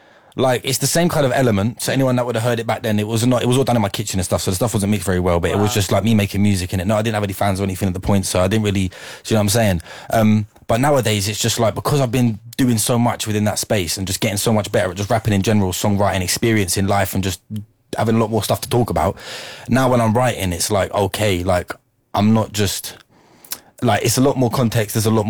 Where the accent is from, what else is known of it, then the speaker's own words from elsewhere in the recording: Luton, East of England, United Kingdom; moved away as an adult; also born or lived in Dunstable / London; And I grew up in Luton, you know what I'm saying? And did a lot of stuff here